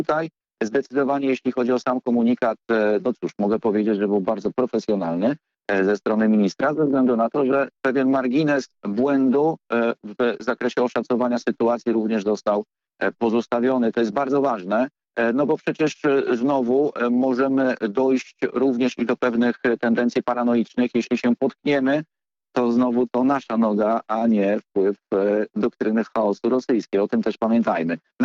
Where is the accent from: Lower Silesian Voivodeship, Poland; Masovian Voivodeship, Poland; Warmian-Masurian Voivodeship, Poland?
Masovian Voivodeship, Poland; Warsaw; Jestem warszawiakiem od pokoleń i dzięki temu jestem trochę wyostrzony